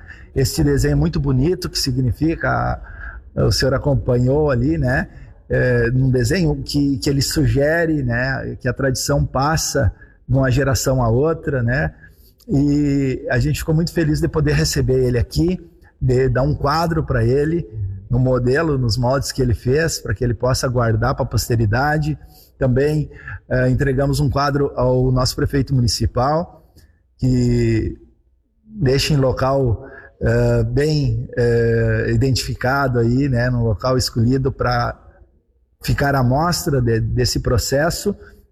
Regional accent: Rio Grande do Sul, Brazil; nós que somos do Geoparque Quarta Colônia

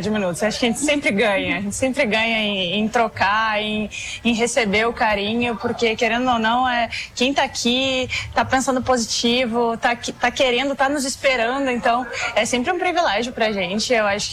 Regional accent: Rio Grande do Sul, Brazil; moved away; Sou gaúcha

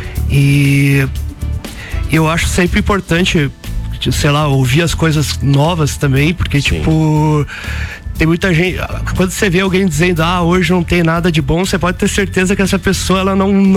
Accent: Lages, Santa Catarina, Brazil; Ah, eu fui criado aqui em Lages, hoje eu tenho 28, vou fazer 29, né?

